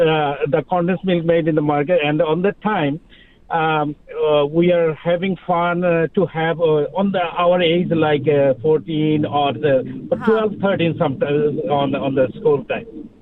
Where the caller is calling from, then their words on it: Kerala, India; I'm calling from the Kerala.